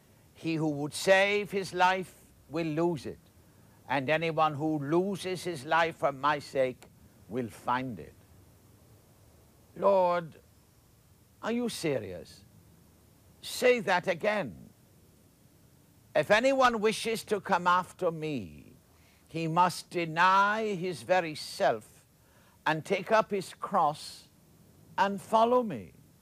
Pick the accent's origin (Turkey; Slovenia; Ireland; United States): Ireland; When I was growing up in Ireland, a long time ago